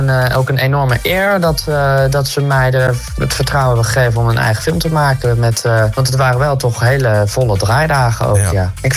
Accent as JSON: {"language": "Dutch", "town": "Zoetermeer", "region": "South Holland", "country": "Netherlands", "said": "Ik ben 21 jaar. Ik kom uit Zoetermeer."}